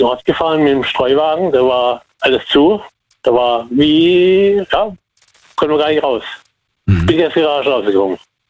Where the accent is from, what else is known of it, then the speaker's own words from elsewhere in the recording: Karlsruhe, Baden-Württemberg, Germany; born there; Ich bin gebürtiger Karlsruher. Mhm. Und war dann bis 1999, habe ich in Ettlingen gewohnt.